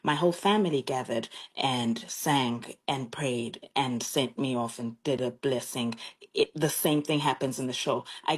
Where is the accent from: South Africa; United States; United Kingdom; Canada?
South Africa; first language Xhosa; English is a second language; So I speak, my native language is Xhosa, the same language that was spoken by Nelson Mandela … …